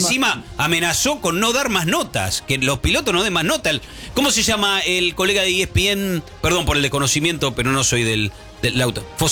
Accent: Argentina; obviamente desconoce cómo somos los argentinos, que somos bravísimos, ¿no?

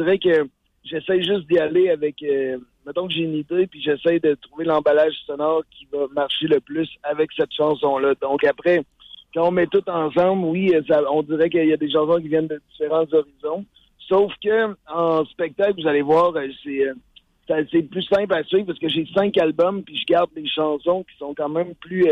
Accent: Quebec City, Quebec, Canada; Moi, je viens de Québec, là.

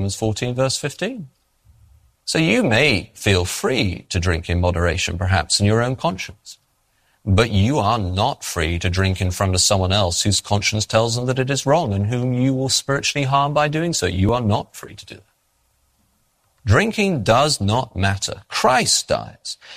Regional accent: England, United Kingdom; I am an English Baptist. I'm going to tell you this story so you understand where I'm coming from in terms of my culture.

